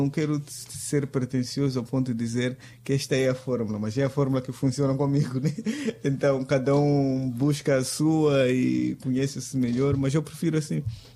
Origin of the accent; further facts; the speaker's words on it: Quelimane, Zambezia, Mozambique; mas estou a falar do Rio dos Bons Sinais, ainda volto a falar da minha cidade